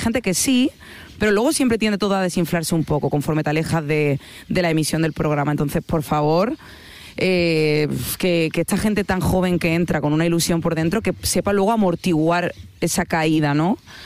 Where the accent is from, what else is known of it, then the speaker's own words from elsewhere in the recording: Andalusia, Spain; Yo soy andaluza.